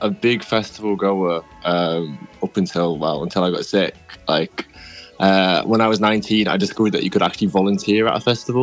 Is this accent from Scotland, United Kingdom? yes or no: no; North West England, United Kingdom; I'm from Cumbria.